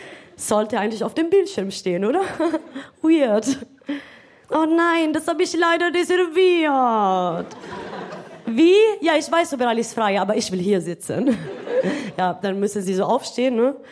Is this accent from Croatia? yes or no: no; Italy; now in Munich, Germany; Ich komme aus Italien, aber ich wohne seit 6 Jahren in München.